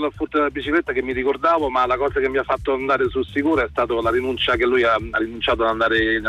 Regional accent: Lazio, Italy; lavoro presso Fondi, Latina, e faccio tutti i giorni a Maseno, che è il mio paese.

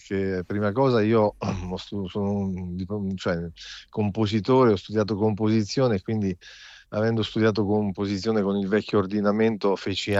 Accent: Marche, Italy; ho tradito la mia patria marchigiana

